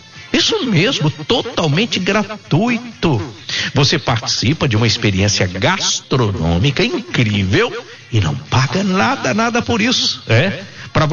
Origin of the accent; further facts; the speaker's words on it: Minas Gerais, Brazil; Eu falo zap, né? Porque eu sou mineiro